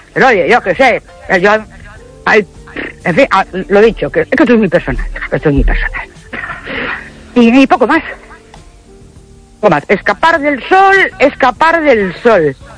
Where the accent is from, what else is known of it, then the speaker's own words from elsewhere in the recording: Ourense, Galicia, Spain; Buenas noches … de Orense.